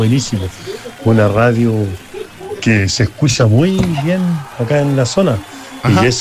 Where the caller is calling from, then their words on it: Angol, Araucanía, Chile; Yo soy de acá de Angol, de la zona de Angol